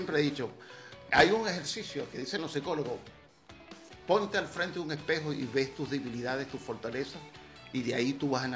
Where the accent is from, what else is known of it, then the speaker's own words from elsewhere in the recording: Puerto Píritu, Anzoátegui, Venezuela; yo soy de Puerto Espíritu